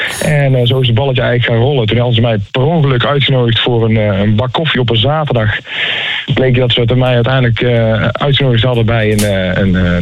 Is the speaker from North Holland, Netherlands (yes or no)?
no; North Brabant, Netherlands; Volgend jaar 20 jaar muzikant. Dus alweer bijna een jubileum om te vieren. Uit het altijd gezellige Brabant.